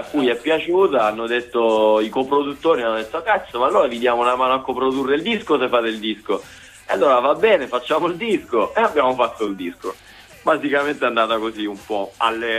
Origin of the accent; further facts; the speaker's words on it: Lecce, Apulia, Italy; io sono leccese